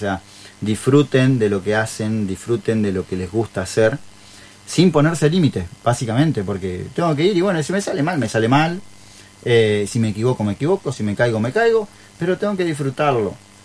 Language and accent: Spanish; Valle María, Entre Ríos, Argentina; Todos somos acá de Valle María. Salvo Jessica, pero ya Jessica ya es de Valle María, claro, también.